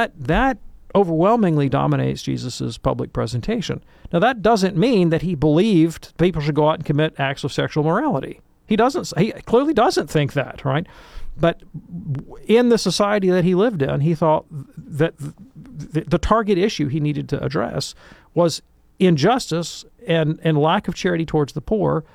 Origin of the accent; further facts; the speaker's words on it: Alabama, United States; I think about where I'm from, which is Alabama. I'm from the South.